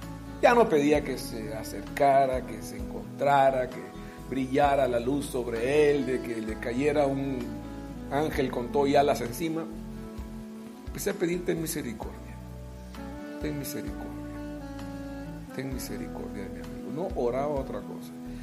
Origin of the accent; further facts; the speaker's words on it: Costa Rica; born there; mi país natal, de Costa Rica